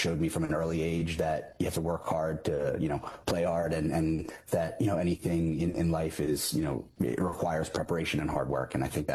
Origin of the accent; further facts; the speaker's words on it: Lower Merion, Pennsylvania, United States; From right outside of Philadelphia, Pennsylvania, Lower Merion. I am an only child, which makes me the first, middle, and last.